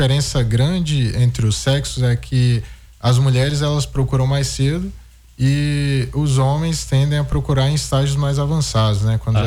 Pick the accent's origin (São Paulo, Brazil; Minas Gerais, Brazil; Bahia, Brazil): Bahia, Brazil; born there; also born or lived in Espírito Santo; now in Barra de São Francisco, Brazil; Eu sou nascido na Bahia, mas eu tenho quase mais tempo de Espírito Santo do que de Bahia, porque eu vim muito novo, né? Fiz faculdade, tudo isso aqui.